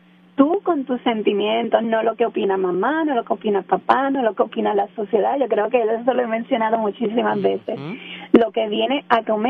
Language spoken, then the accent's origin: Spanish; Puerto Rico